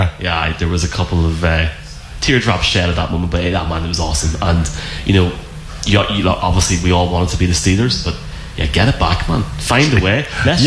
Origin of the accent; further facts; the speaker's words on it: Ireland; I was over in New Orleans on Wednesday and, you know, nearly died in the heat as an Irishman.